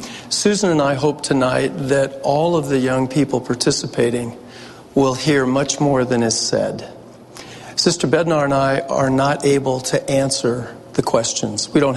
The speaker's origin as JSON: {"language": "English", "area": "San Francisco Bay Area", "region": "California", "country": "United States", "tie": "born or raised there", "said": "I grew up in the San Francisco Bay Area quite some time ago."}